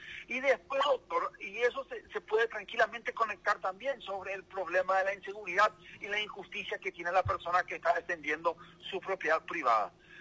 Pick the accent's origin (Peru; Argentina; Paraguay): Paraguay; Yo no puedo yo permitir como paraguayo